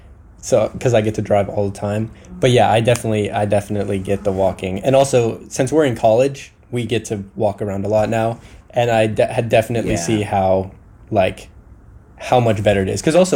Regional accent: Los Angeles, California, United States; Born and raised in LA.

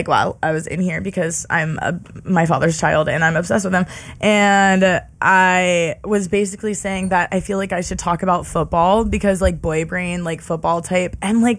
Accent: Pennsylvania, United States; moved away; I'm from Pennsylvania

